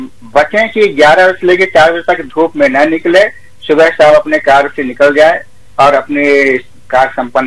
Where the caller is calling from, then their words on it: Mathura, Uttar Pradesh, India; Shri Radha city Mathura से वार्तालाप कर रहा हूँ।